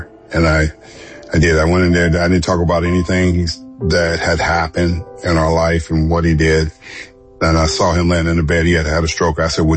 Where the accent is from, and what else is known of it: Los Angeles, California, United States; born or raised there